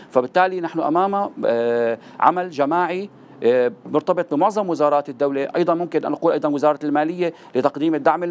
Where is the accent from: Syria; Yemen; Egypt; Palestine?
Syria; احنا في عندنا بسوريا